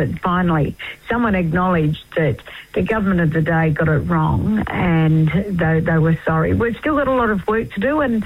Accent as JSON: {"language": "English", "region": "Northern Territory", "country": "Australia", "said": "Yeah, look, I'm from the Tiwi Islands. Well, my mum was from the Tiwi Islands."}